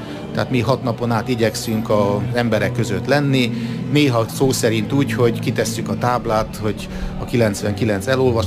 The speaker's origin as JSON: {"language": "Hungarian", "region": "Transylvania", "country": "Romania", "tie": "born or raised there", "also_born_or_lived": "Cluj-Napoca / Sárospatak, Hungary", "moved": "as an adult", "lives_now": "Australia", "said": "haza kell menni a szülőföldre, úgyhogy 98-ban visszamentem Erdélybe, és a Kovászna megyei komandon voltam lelkész"}